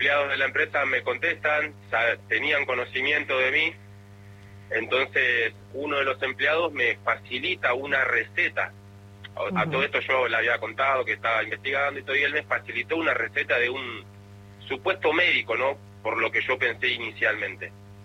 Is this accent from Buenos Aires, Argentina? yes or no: yes; Buenos Aires, Argentina; yo soy acá de Boedo, en Capital Federal.